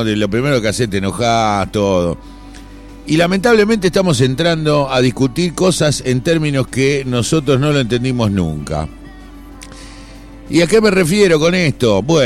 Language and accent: Spanish; Argentina